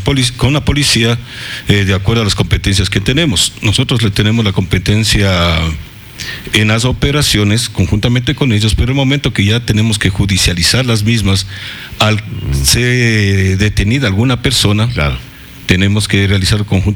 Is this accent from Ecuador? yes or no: yes; Quito, Pichincha, Ecuador; moved away as an adult; now in Ambato, Ecuador; Yo soy de Quito.